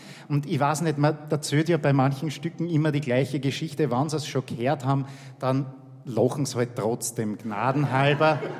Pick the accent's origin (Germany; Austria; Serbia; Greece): Austria; wir sind da aus Bayern, wir sind aus Österreich, wir sind Musikanten